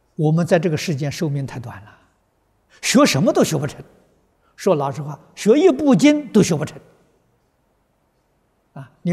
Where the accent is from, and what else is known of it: China